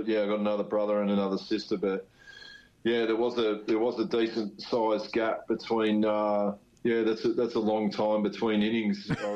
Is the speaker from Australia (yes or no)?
yes; Melbourne, Victoria, Australia; the spot where we grew up in Gladstone Park, you lived in a court in Gladstone Park